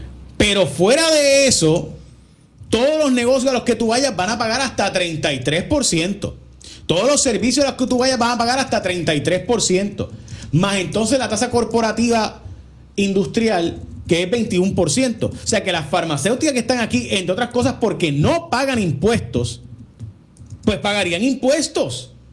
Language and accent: Spanish; Puerto Rico; Yo quiero decirle a mi país, a mi pueblo, que el territorio incorporado, en mi opinión, es inevitable si usted quiere ser Estado. Para Puerto Rico va a ser inevitable.